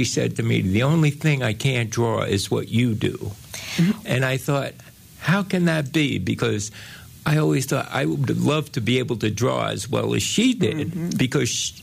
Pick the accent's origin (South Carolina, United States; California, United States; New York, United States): New York, United States; New York City; I was born and raised in New York City.